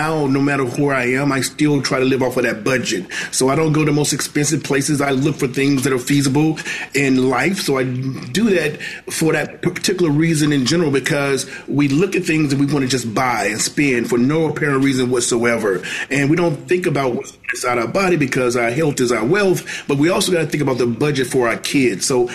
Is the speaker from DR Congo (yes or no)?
no; Mississippi, United States; moved away; I grew up in Mississippi in the projects and we didn't have a lot of money.